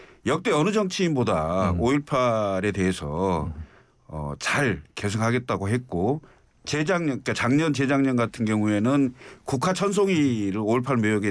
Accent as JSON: {"language": "Korean", "region": "Honam", "country": "South Korea", "tie": "born or raised there", "said": "제가 호남 출신으로서"}